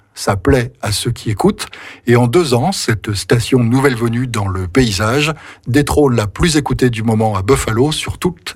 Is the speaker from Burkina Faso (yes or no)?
no; France